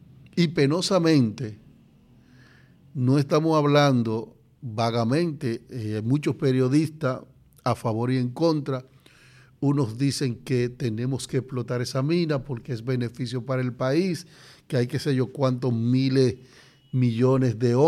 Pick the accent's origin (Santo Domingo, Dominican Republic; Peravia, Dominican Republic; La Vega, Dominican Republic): Peravia, Dominican Republic; Baní; also born or lived in El Cercado, San Juan, Dominican Republic; Yo soy sanjuanero de nacimiento. Me crea que en Baní, pero yo nací en un municipio que se llama El Cercado de San Juan.